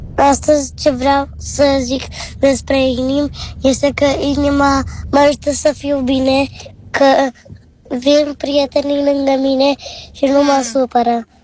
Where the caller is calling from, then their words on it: Iași, Iași County, Romania; din Iași și am 7 ani.